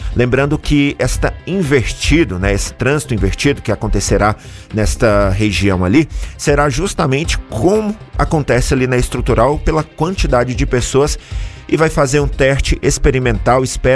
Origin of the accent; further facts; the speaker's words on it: Jataí, Goiás, Brazil; now in Federal District, Brazil; Eu sou de Jataí, Goiás, né, a gente não encontra muito esse tipo de movimentação lá